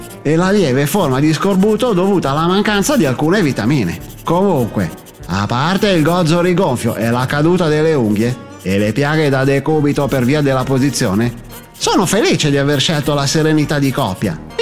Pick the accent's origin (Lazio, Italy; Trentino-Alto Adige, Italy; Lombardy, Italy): Lombardy, Italy; Varese; born there; io che sono nato a Varese e ho origini ariano-vichinghe